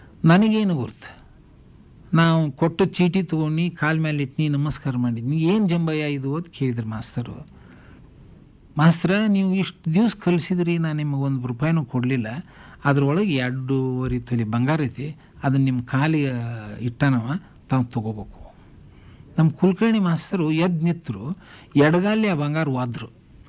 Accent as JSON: {"language": "Kannada", "town": "Banahatti", "region": "Karnataka", "country": "India", "tie": "born or raised there", "said": "ನಮ್ಮೂರು ಬನಟ್ಟಿ ಸಣ್ಣದು"}